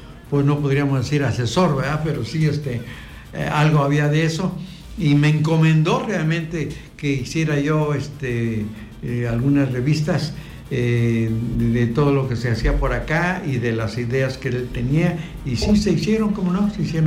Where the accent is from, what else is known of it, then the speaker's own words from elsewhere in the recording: Ocotlán, Mexico; now in Tuxtepec, Mexico; ya traía yo desde mi tierra, Ocotlán